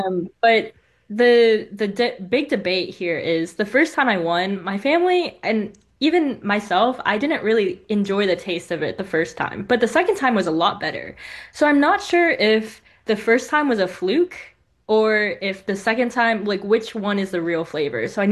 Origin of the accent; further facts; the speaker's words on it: Raleigh, North Carolina, United States; I am from Raleigh, North Carolina